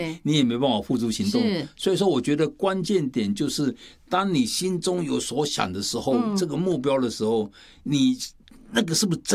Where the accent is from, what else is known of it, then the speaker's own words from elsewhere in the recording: Taipei, Taiwan; 我今年70岁了，在台北住了就70年。